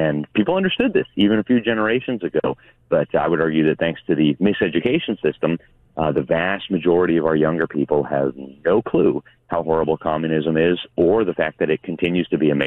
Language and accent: English; Miami, Florida, United States; I come from Miami